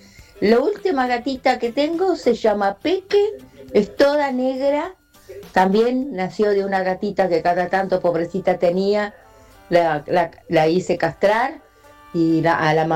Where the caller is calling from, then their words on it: Moreno, Buenos Aires Province, Argentina; de acá de la localidad de Moreno.